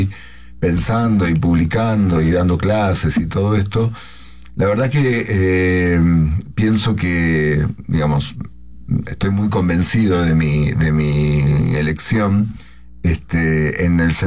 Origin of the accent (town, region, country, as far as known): Rosario, Santa Fe, Argentina